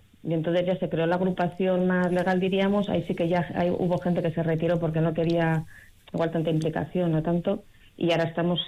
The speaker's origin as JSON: {"language": "Spanish", "town": "Vitoria-Gasteiz", "region": "Basque Country", "country": "Spain", "said": "El resto somos de fuera de Vitoria, alguna gente es de la zona de Mondragón"}